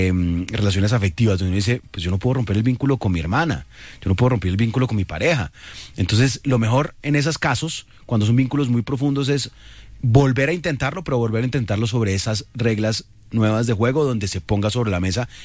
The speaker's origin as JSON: {"language": "Spanish", "country": "Colombia"}